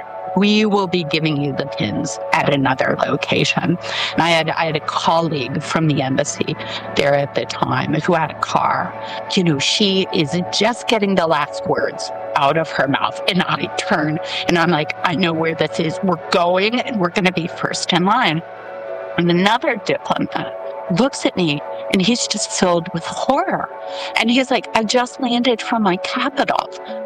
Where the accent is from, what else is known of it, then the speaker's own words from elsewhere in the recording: United States; I'm from the United States.